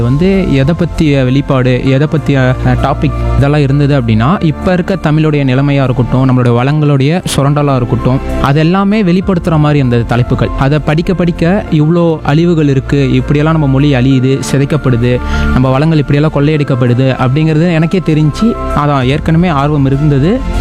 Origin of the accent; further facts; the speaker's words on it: Salem, Tamil Nadu, India; moved away as an adult; also born or lived in Namakkal; now in Hosur, India; நான் வந்து சேலத்தில் தான் பிறந்தது வளர்ந்தது எல்லாமே.